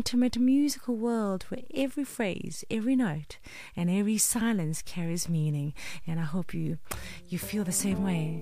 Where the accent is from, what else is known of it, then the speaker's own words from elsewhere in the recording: South Africa; I mean, I'm not French. I'm South African.